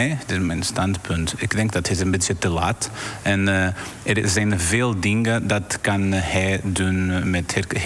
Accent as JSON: {"language": "Dutch", "country": "Portugal", "second_language": "Dutch", "moved": "yes", "said": "ik ben Portugees, nu ben ik 44 en dan heb ik een beetje ouder dan Ronaldo."}